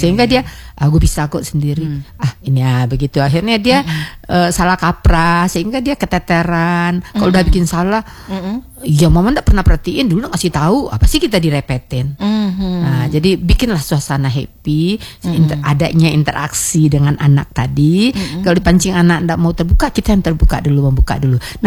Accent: West Sumatra, Indonesia; Kita ini ya, adalah manusia yang religius, kita orang Minang.

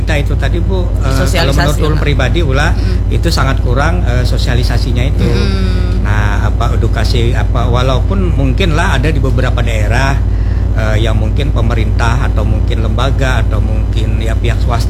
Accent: South Kalimantan, Indonesia; Nah itu artinya mau tidak mau hakun kada hakun kita orang Banjar tuh tetap lanjut.

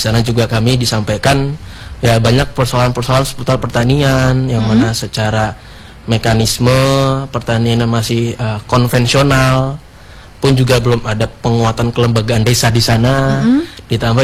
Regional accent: Jakarta, Indonesia; now in Bekasi, Indonesia; Saya dari Jakarta juga, tinggal di Bekasi.

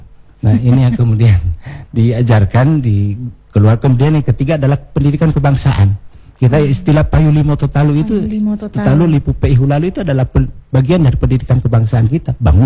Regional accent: Gorontalo, Indonesia; bahwa kita orang Gorontalo memiliki begitu beragam tradisi budaya

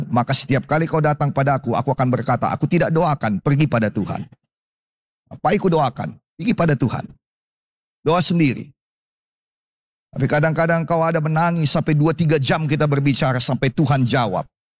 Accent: North Sumatra, Indonesia; Karena kami orang Karo paling suka bicara tentang orang lain.

